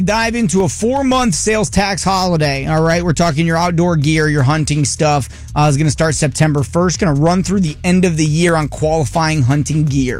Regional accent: Michigan, United States; I grew up in Michigan.

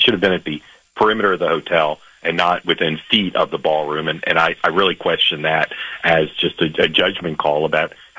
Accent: United States; You know, I'm a American and I'm a dad and a husband, but also a reporter.

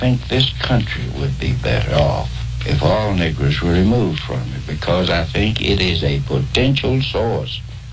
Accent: the Delta, Mississippi, United States; I've lived in this Delta all my life. My parents before me, my grandparents.

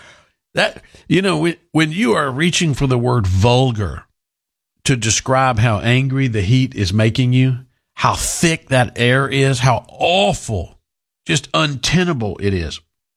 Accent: Texas, United States

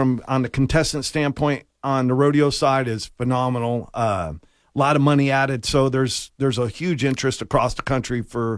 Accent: Florida, United States; And in Florida, growing up in Florida, there's lots of opportunities.

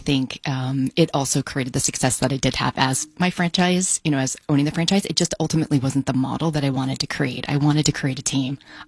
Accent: New Hampshire, United States; now in Boise, United States; I came from New Hampshire at the time. So we moved here in 2013 to Boise.

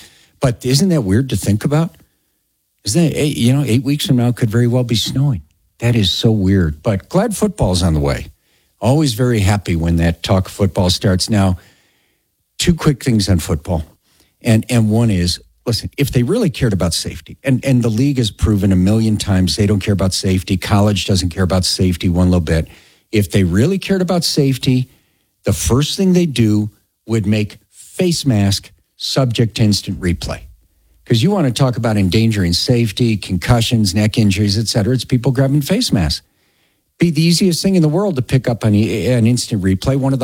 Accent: Chicago, Illinois, United States; now in Colorado, United States; I couldn't believe it when I came out here from Chicago.

